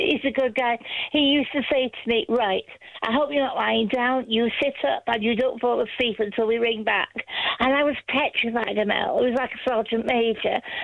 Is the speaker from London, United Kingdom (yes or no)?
no; Northwich, North West England, United Kingdom; now in Anglesey, United Kingdom; from Norwich in Cheshire, my hometown